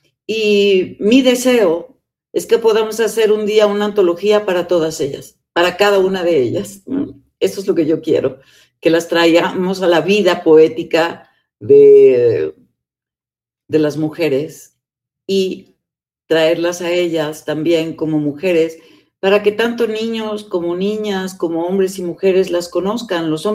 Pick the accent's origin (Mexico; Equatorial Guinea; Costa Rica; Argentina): Mexico